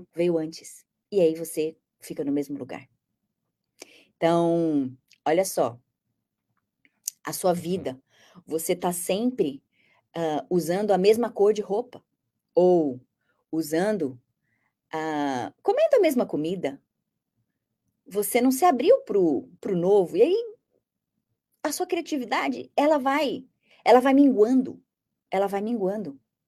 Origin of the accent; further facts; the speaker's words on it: Brazil; Eu sou brasileira, eu tenho uma outra cultura.